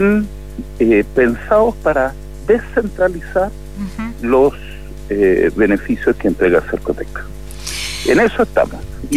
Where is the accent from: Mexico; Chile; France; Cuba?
Chile